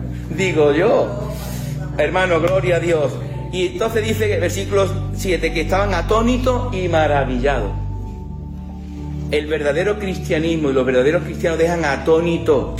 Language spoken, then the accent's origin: Spanish; Andalusia, Spain; accent: Andalusian; Los galileos eran como los andaluces, hablaban el hebreo con un acento así como nosotros.